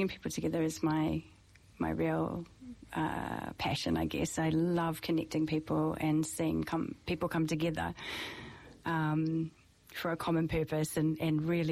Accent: New Zealand; born there; moved away; also born or lived in Australia; I was born in New Zealand and later on spent some time travelling, ended up in Australia for around 10 years and with a bit of back and forth, and then ended up back here in New Zealand in 2008

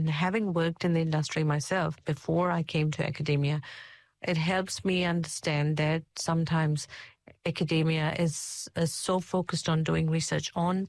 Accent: India; now in New Zealand; And for me, when I came from India back in 2007, I think I came from one of the biggest and the busiest cities

